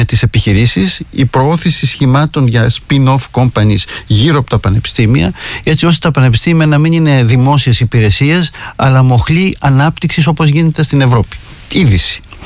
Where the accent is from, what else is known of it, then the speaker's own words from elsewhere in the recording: Greece; ως Έλληνας